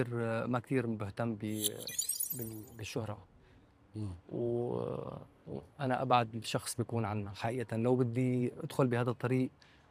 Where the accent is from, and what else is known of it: Syria